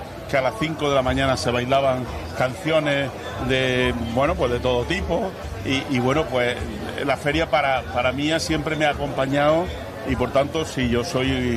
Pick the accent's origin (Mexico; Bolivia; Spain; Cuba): Spain; Cardeña, Andalusia; también al ser de un pueblo pequeño, la única diversión, yo soy de Cardeña